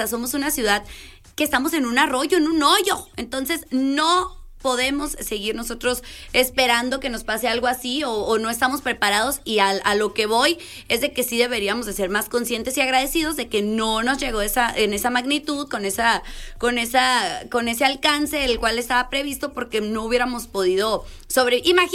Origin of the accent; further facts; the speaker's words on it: Mexico; somos mexicanos